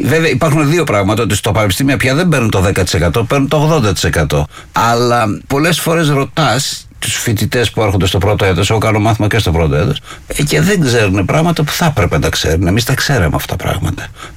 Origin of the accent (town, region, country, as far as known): Pylos, Peloponnese, Greece